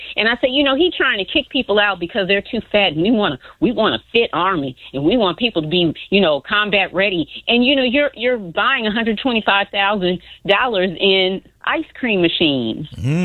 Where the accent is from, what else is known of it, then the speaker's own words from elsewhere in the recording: Chicago, Illinois, United States; I came from Bronzeville. Me and Matt lived a few weeks apart.